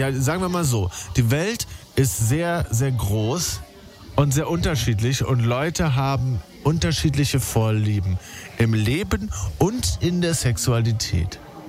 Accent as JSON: {"language": "German", "region": "Berlin", "country": "Germany", "said": "Ich komme aus Berlin. Hier dürfen alle sein, wie wir wollen."}